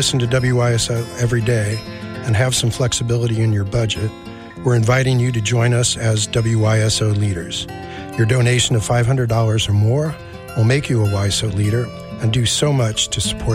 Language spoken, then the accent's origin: English; Washington Township, Ohio, United States; we're from Washington Township.